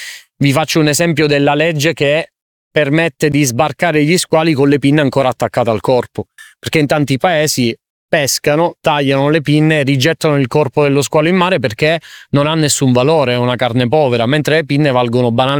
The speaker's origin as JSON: {"language": "Italian", "region": "Sicily", "country": "Italy", "tie": "born or raised there", "said": "Io da siciliano sono cresciuto nel mare della Sicilia"}